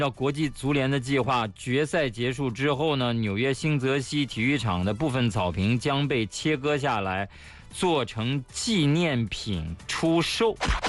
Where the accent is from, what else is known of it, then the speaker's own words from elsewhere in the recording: Shanxi, China; born there; moved away; 我那次回山西老家